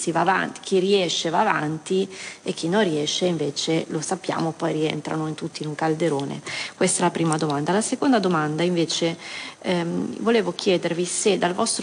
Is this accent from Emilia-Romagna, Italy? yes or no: no; Lombardy, Italy; io lo dico da lombarda